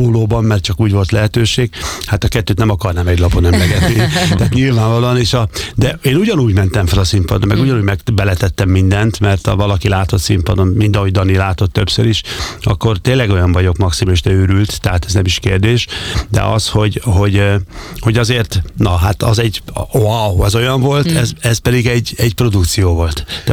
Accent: Gyula, Békés, Hungary; mikor gyerekként ugye kerestem a helyemet Gyulán, ahol én felnőttem, a Gyulán az atlétika élet az maga színvonalú volt

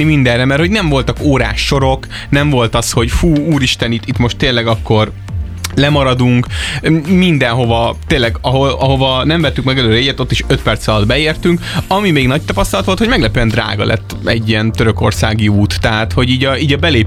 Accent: Hungary; now in Budapest, Hungary; mindenki kérdezte, hogy honnan származunk, mondtuk, hogy Hungary

